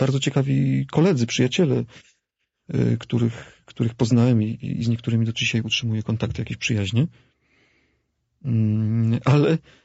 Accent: Silesian Voivodeship, Poland; mój tata pochodzi z Kresów i we mnie chyba taka dusza kresowiaka jest, czyli taka bardzo spontaniczna, ale urodziłem się na Śląsku i wychowałem się na podwórku śląskim, wśród kanysów, w ordungu, w porządku

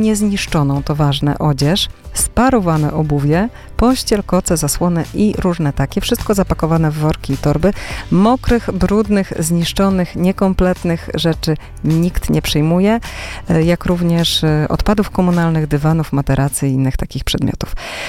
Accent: Warsaw, Masovian Voivodeship, Poland; jako warszawiacy

